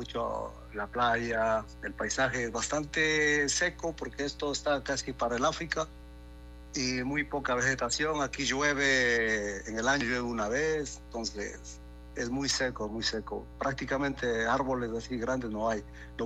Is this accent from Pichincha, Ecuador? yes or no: no; Latacunga, Cotopaxi, Ecuador; moved away; bienvenido a José Juan Hualta, aunque yo no esté ahí, pero soy nativo propio de ahí.